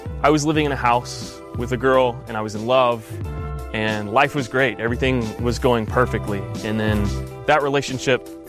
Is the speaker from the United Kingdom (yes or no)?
no; Augusta, Georgia, United States; moved away as an adult; also born or lived in Orlando, Florida / Atlanta, Georgia; I'm originally from Augusta, Georgia. I grew up there, and then I moved off to college to Orlando, Florida to go to film school. And then from there, I started working in Atlanta in the film industry.